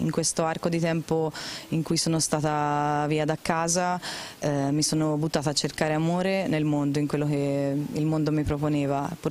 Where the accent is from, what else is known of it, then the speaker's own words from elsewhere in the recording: Tuscany, Italy; ho 29 anni, vengo dalla provincia di Firenze e sono cresciuta in una famiglia normalissima